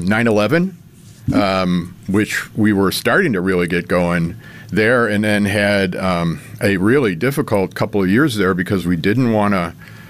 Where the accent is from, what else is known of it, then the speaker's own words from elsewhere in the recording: Buffalo, New York, United States; moved away as an adult; also born or lived in Washington, D.C. / Southwest Florida; I was born in Lovejoy area, went to school at Maryvale High School, got my undergrad and grad at University of Buffalo, got my MBA from there